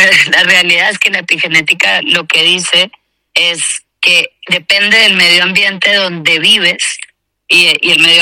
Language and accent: Spanish; Mexico City, Mexico; yo vengo de México. Ciudad de México es un lugar donde, pues básicamente eso no es oxígeno, es dióxido de carbono.